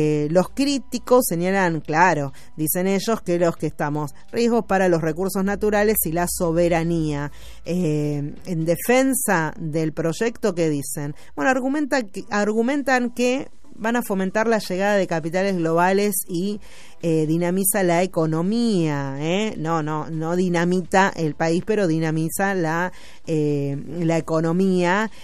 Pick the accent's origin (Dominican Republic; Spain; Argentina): Argentina; Nosotros, los argentinos que estamos acá, que la remamos día a día